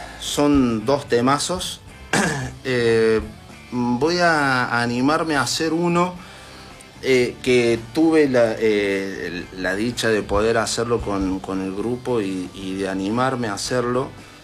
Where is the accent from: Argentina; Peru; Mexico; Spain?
Argentina; Córdoba; now in Santa Rosa, Argentina; Yo vine de Córdoba sabiendo tocar en la guitarra una sola canción de folclore que es